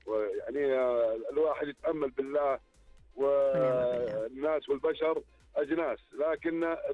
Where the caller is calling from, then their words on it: Eastern Province, Saudi Arabia; من الشرقية.